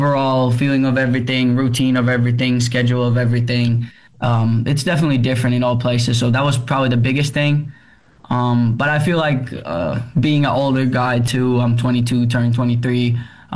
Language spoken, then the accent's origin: English; Tampere, Pirkanmaa, Finland; And then I played all throughout, I think, U17 in Tampere, which is my hometown team, Tampere Saints.